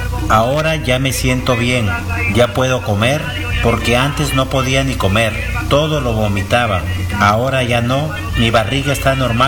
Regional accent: Ayaviri, Puno, Peru; tengo 45 años. Soy de Ayaviri.

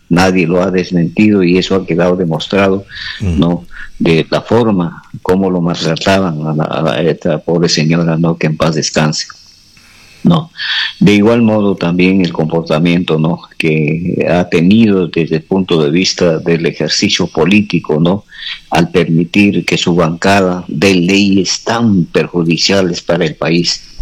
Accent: Amazonas, Peru; como peruanos, fundamentalmente como amazonenses

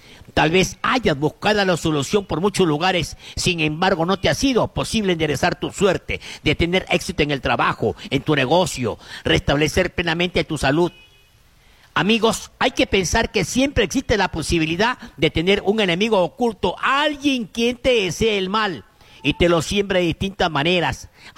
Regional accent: Huancabamba, Piura, Peru; born there; Y en el DNI está el distrito, la provincia y el departamento de donde uno ha nacido, Huancabambino, a mucha honra.

